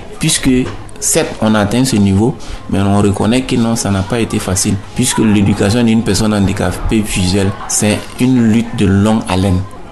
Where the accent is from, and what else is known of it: Burkina Faso